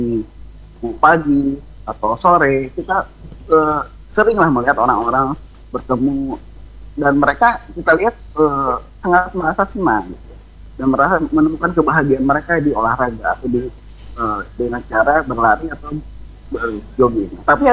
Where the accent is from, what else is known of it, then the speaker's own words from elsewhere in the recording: West Java, Indonesia; saya kan orang bukan asli Sangihe juga ya, saya dari Jawa Barat.